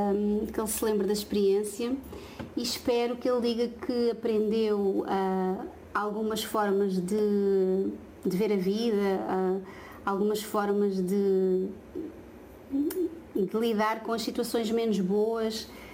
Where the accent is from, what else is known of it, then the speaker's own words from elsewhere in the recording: Cadaval, Lisbon, Portugal; A minha família é da zona do Cadaval. Eu nasci em Lisboa, depois os meus pais mudaram de casa assim algumas vezes.